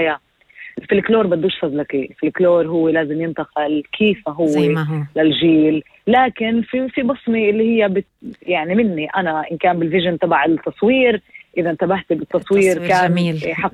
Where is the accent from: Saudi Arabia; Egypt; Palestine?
Palestine